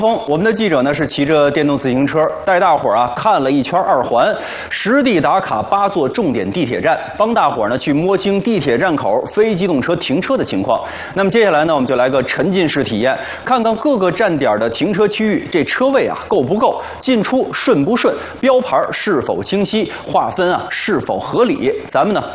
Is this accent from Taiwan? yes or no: no; China